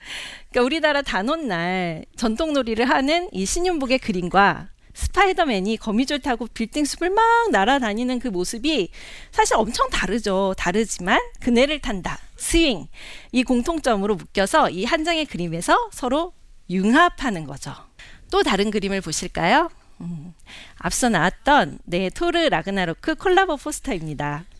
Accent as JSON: {"language": "Korean", "country": "South Korea", "tie": "born or raised there", "said": "한국에서 태어나서 한국에서 쭉 산 저 같은 사람들도"}